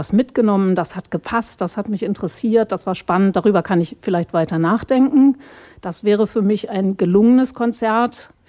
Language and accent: German; Bremen, Germany; ich komme ursprünglich aus Bremen, habe schon immer viel Musik gemacht